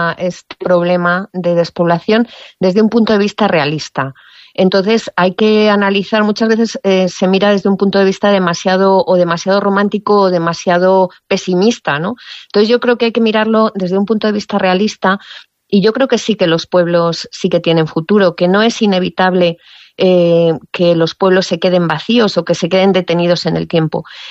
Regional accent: Piedrahíta, Castile and León, Spain; also born or lived in Martínez; Como sabes, soy de un pueblo, aunque realmente he vivido toda mi vida desde un año en Piedrahíta, pero mis raíces, yo nací en Martínez, ¿no?, que es un pueblo muy pequeñito, mucho más pequeño que Piedrahíta, muy cercano a Piedrahíta, del que mis padres se trasladaron cuando éramos pequeños

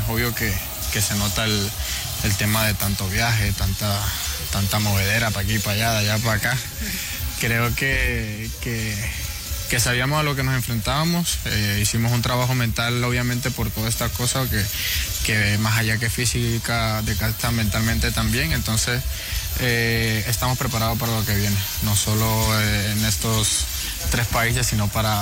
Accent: Colombia; yo creo que sabemos cómo no somos nosotros colombianos en ese sentido de que tendemos a relajarnos cuando no vemos un gran nombre delante.

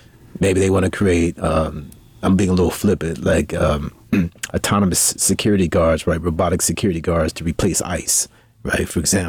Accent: Baltimore, Maryland, United States; And the good thing about guys in the streets, and I'm from Baltimore, so right. I have my own stories that I'm going to share.

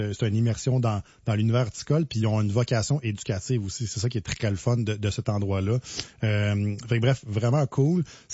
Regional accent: Saint-Césaire, Quebec, Canada; Saint-Césaire, mon coin de pays.

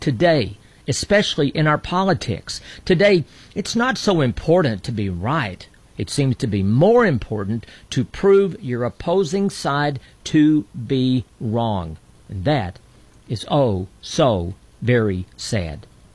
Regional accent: Texas, United States; As a young boy growing up in Texas

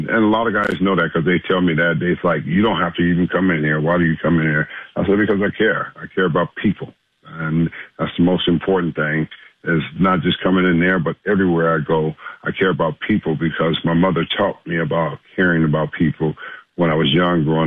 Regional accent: Los Angeles, California, United States; I wasn't afraid, and because I'm born and raised in South Central, I know how to defend myself.

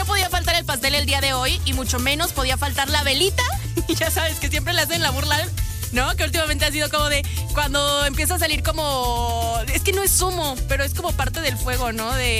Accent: Mexico; Ajá, y bien mexicana además

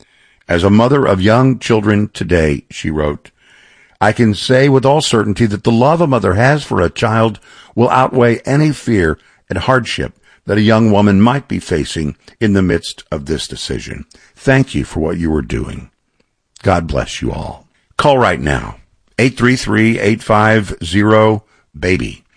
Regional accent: Texas, United States; It's not true in my home state of Texas.

